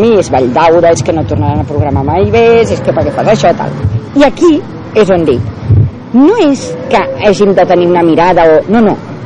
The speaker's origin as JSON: {"language": "Catalan", "town": "Terrassa", "region": "Catalonia", "country": "Spain", "said": "Soc actriu, soc de Terrassa, tot tal"}